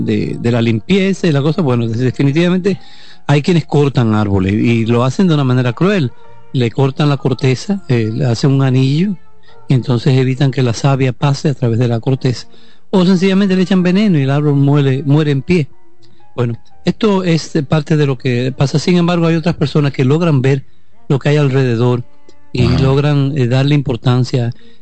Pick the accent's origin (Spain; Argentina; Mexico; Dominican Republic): Dominican Republic; Son los colores que nosotros como dominicanos y dominicanas tenemos adentro.